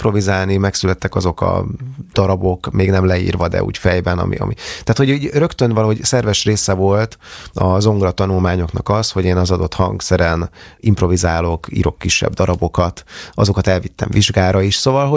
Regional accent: Budapest, Hungary; born or raised there

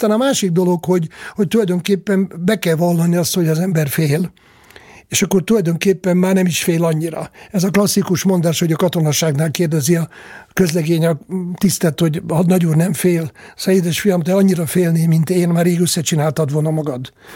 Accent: Hungary; born there; külvárosban nőttem föl, ilyen angyalföldhöz hasonló, erősen angyalföldszerű külvárosban, ennek megfelelő körítéssel.

